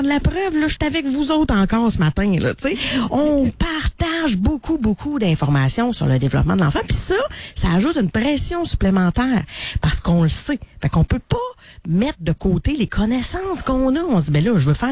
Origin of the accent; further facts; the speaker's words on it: Quebec, Canada; Là, t'sais, hein? On est proche de Montréal, proche de Québec. Ouais, on est entre tout.